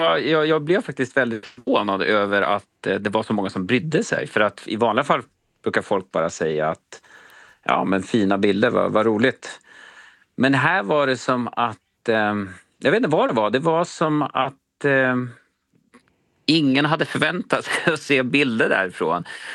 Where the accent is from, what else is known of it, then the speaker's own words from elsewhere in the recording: Gävle, Gävleborg County, Sweden; now in Stockholm, Sweden; Jag är från Gävle från början, men numera bosatt i Stockholm.